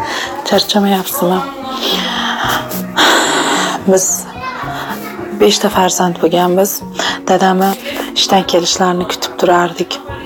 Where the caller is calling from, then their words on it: Margilan, Fergana Region, Uzbekistan; Marg'ilonlikmiz asli.